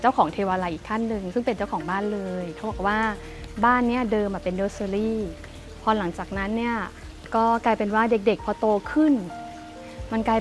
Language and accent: Thai; Hat Yai, Songkhla, Thailand; เราต้องเดินทางไปจังหวัดอื่นทั้งๆที่ที่เนี่ยมันเป็นพื้นเพหรือบ้านเกิดของพวกเราคนหาดใหญ่จังหวัดสงขลา